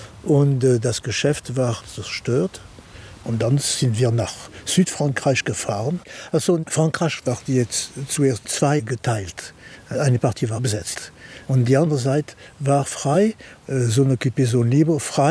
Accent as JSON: {"language": "German", "country": "Luxembourg", "said": "Wir sind Luxemburger mit jüdischer Religion."}